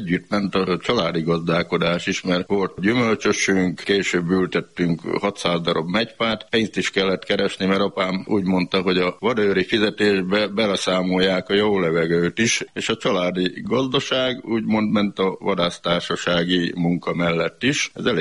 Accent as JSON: {"language": "Hungarian", "town": "Kék", "region": "Szabolcs-Szatmár-Bereg", "country": "Hungary", "tie": "born there", "said": "Kéken születtem, Hajzertanyán, beleszülettem a természetbe."}